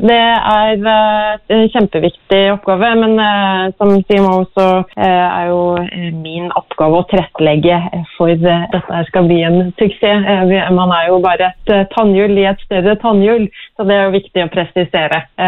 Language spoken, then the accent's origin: Norwegian; Kragerø, Telemark, Norway; Så jeg kommer jo fra Kragerø som er sommerby, men det er da ingenting som slår sommer i TIN heller.